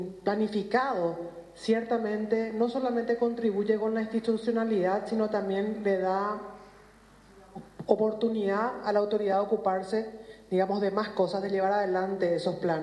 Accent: Paraguay

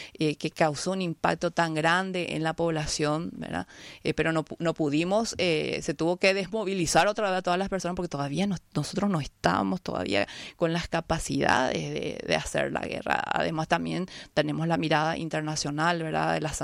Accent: Paraguay; De entender qué somos para, como paraguayos, ¿verdad? Y la importancia de llevar nuestra identidad siempre mirando el bien común.

